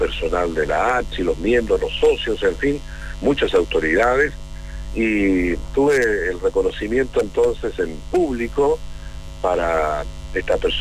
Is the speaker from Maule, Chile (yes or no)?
no; Los Andes, Valparaíso, Chile; allá en la ciudad de Los Andes, de donde soy oriundo